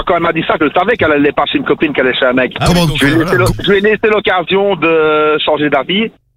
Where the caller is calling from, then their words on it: Liège, Wallonia, Belgium; Non, si, ça va, je suis belge.